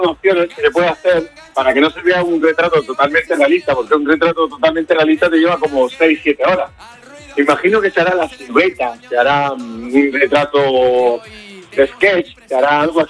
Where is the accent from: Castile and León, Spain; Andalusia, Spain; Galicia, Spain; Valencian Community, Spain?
Andalusia, Spain; Almería; born or raised there